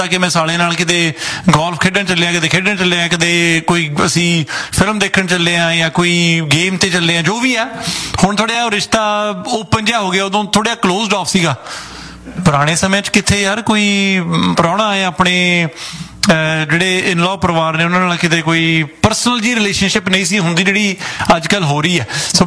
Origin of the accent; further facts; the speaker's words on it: Punjab, India; ਜਿਹੜੇ ਆਪਾਂ ਤੁਸੀਂ ਚਲੋ ਦੁਆਬੇ ਵਾਲੇ ਹੋ ਅਸੀਂ ਮਾਲਵੇ ਵਾਲੇ